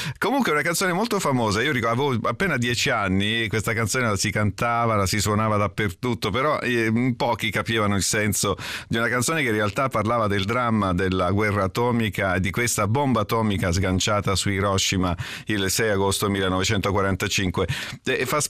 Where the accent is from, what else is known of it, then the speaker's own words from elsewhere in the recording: Calabria, Italy; Essendo io calabrese